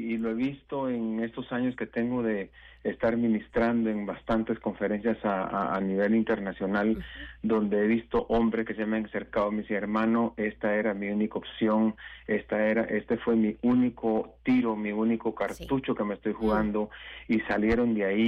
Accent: Guatemala; Y la gente me pregunta que de dónde soy, pues afortunadamente soy guatemalteco

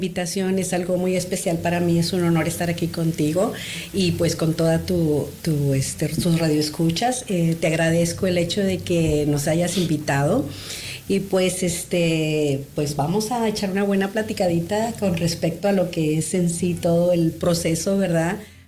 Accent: Mexico; moved away as an adult; now in United States; pues yo soy abogada mexicana, llego a Estados Unidos y pues llega el momento en que decimos

